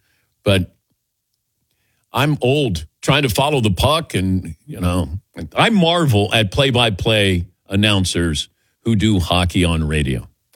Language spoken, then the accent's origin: English; Cincinnati, Ohio, United States; also born or lived in Dayton area; I grew up in Cincinnati.